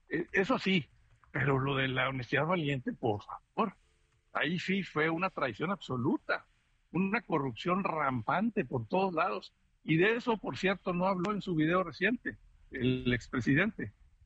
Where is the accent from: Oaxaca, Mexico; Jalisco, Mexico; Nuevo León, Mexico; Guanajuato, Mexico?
Nuevo León, Mexico; ya la hay una rebelión en mi tierra, en Nuevo León